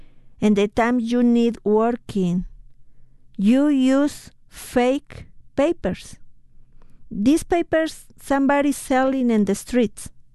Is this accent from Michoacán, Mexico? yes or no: no; Mexico City, Mexico; English is a second language; moved away as an adult; now in United States; I'm from Mexico City.